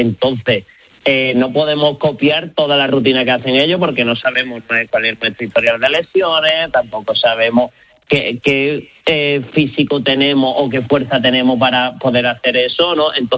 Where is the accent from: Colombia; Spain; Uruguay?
Spain; Málaga, Andalusia; yo soy de Málaga